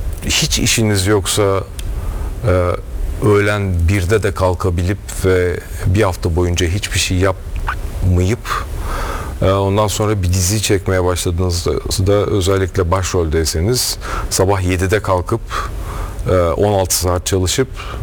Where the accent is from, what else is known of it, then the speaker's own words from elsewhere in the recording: Milas, Muğla, Turkey; born there; now in Bodrum, Turkey; Evet, ben Milaslıyım gerçi, Milas doğumluyum